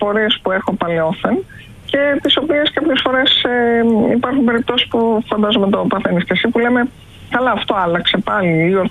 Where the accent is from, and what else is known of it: Greece